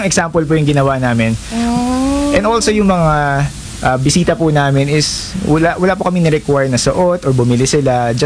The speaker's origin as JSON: {"language": "Tagalog", "area": "Bulacan", "region": "Central Luzon", "country": "Philippines", "said": "since taga Bulacan po ako"}